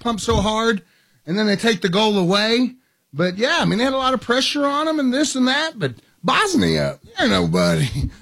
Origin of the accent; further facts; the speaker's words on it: Guthrie, United States; When I was a kid growing up in Guthrie, now it's, I mean, again, it is what it's called now, Felony Flats.